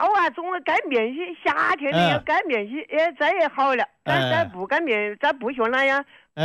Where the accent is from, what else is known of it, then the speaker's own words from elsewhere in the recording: Xinzhou, Hubei, China; accent: Xinzhou; moved away as an adult; now in Yishan Guoziba, China; 我老家是新洲杨楼那里。